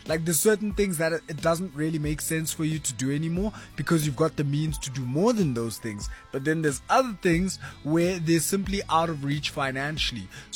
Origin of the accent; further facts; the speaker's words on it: South Africa; us as South Africans